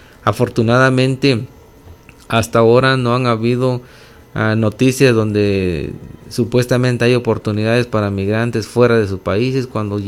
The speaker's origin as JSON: {"language": "Spanish", "country": "Guatemala", "said": "como guatemaltecos también somos parte de ese funcionamiento del Estado."}